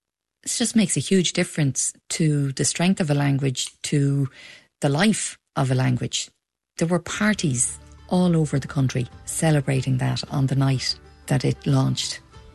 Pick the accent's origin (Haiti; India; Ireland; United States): Ireland; Dublin, Leinster; I was coming from Dublin with learned Irish. I was not a native speaker.